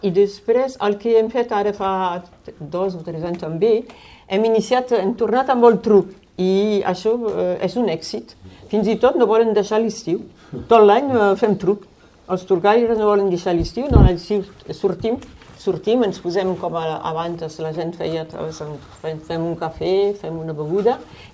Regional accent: Saint-Laurent-de-la-Salanque, Occitania, France; Jo me recordava d'un casament tremblant a la Salanca, soc de Sant Llorenç, i era petita

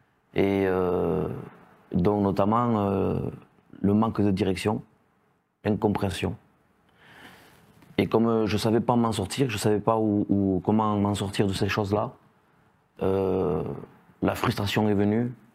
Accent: Béziers, Occitanie, France; j'ai 38 ans et je viens de Béziers.

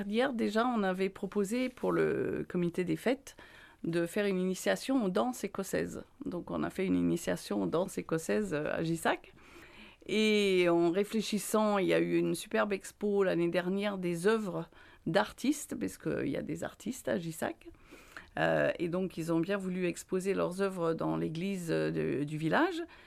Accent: Grangemouth, Scotland, United Kingdom; French is a second language; also born or lived in Edinburgh; Je suis née à Édimbourg, j'ai fait mes études à Glasgow. J'ai grandi entre les deux dans une ville qui s'appelle Grangemouth

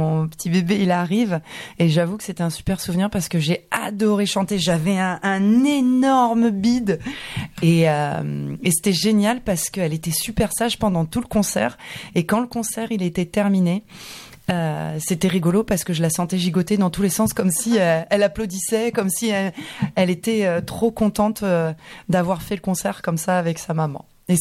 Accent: Île-de-France, France; Et puis moi je viens de la région parisienne. J'habite dans l'Essonne.

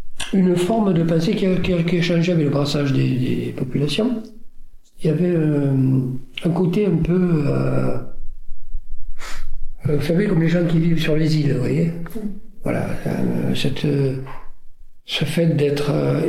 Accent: Aigues-Mortes, Occitanie, France; born there; Je suis née au boulevard Gambetta.

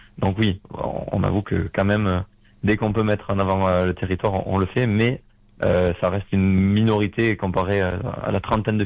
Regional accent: Bagnères-de-Bigorre, Occitanie, France; On est natifs de Bagnères tous les trois.

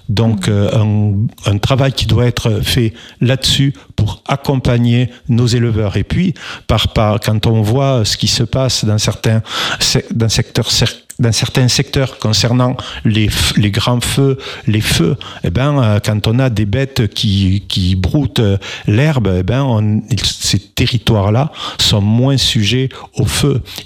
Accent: Mirepoix, Occitanie, France; Vous savez, je suis de Mirepoix, oui.

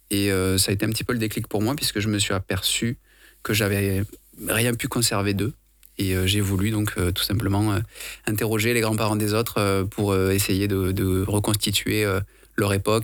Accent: Condom, Occitanie, France; Oui tout à fait, je viens du Gers de Condom précisément

